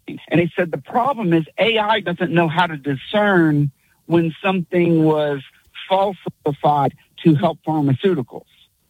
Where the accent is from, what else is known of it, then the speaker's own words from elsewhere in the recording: Virginia, United States; I grew up in Virginia, okay?